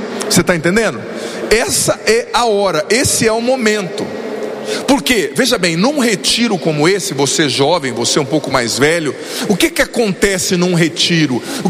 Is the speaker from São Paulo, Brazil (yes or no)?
no; Paraná, Brazil; moved away as an adult; eu era um jovem, eu sou do Paraná, né? Tinha acho que 19, 20 anos na época.